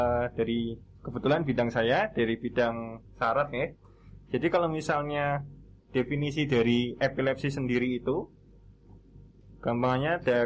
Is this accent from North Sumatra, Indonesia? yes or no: no; Boyolali, Central Java, Indonesia; now in Yogyakarta, Indonesia; Boyolali, Mas.